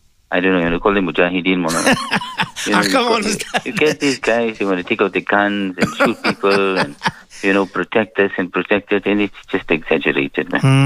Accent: South Africa; It's the only citizenship that we hold. I mean, we are South African. And we say it with pride, you know.

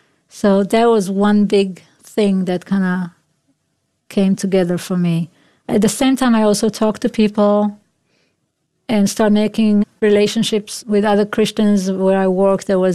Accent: Israel; my perspective, I guess, growing up in Israel.

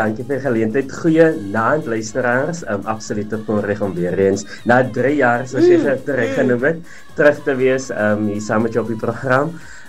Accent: Mossel Bay, Western Cape, South Africa; hier van Mossel Bay, soos hulle sê, gebore en getoe hier in Mossel Bay

